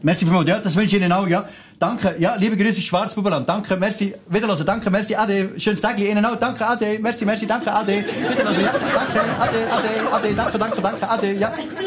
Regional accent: Switzerland; Wissen Sie, ich komme aus der Schweiz.

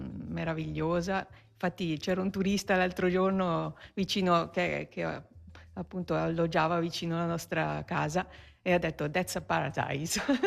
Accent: Gandria, Ticino, Switzerland; io sono nata a Gandria.

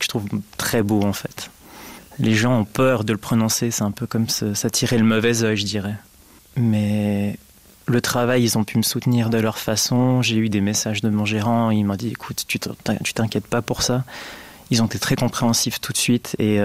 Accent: Switzerland; que ce soit chez nous en Suisse ou dans des autres pays

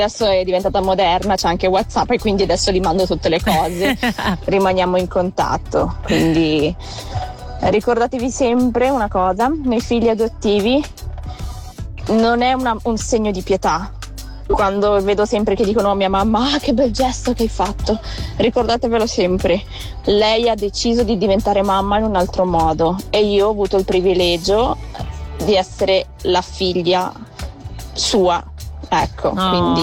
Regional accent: Colombia; now in Switzerland; Io sono adottata, vengo dalla Colombia, a parlo anche dialetto, perché grande.

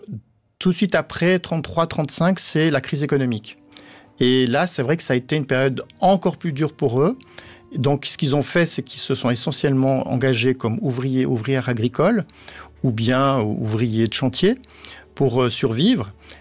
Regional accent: Valais, Switzerland; Moi-même, je suis valaisan

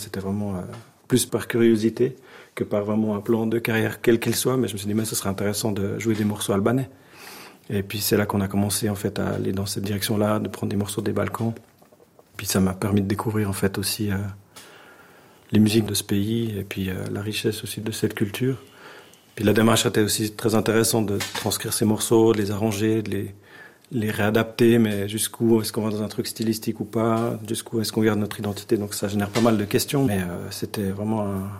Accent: Switzerland

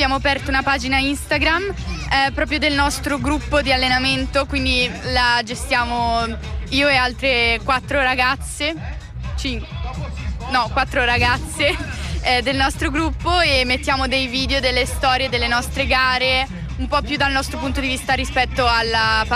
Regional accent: Comano, Ticino, Switzerland; Io sono di Comano.

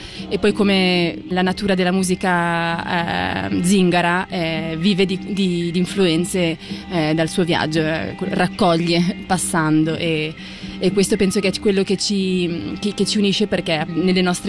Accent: Switzerland; una ricerca delle mie origini che non ho mai realmente vissuto, siccome sono nata e cresciuta in Svizzera.

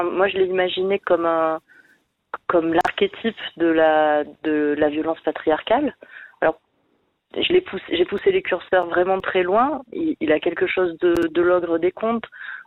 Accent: Provence-Alpes-Côte d'Azur, France; J'ai grandi dans les Hautes-Alpes et dans un rapport très très concret, très direct et très libre avec les éléments

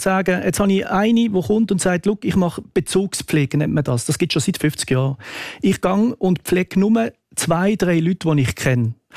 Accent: Switzerland

